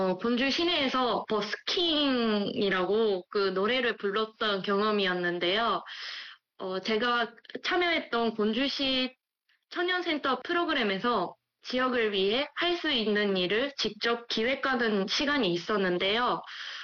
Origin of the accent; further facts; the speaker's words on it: Japan; Korean is a second language; 제가 유학 입학한 당시에는 대학원에서는 제가 유일한 일본인 학생이었거든요.